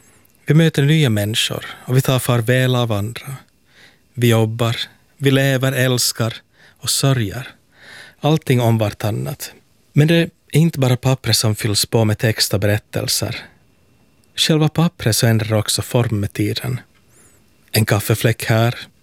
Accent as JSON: {"language": "Swedish", "town": "Helsinki", "region": "Uusimaa", "country": "Finland", "said": "från Helsingfors."}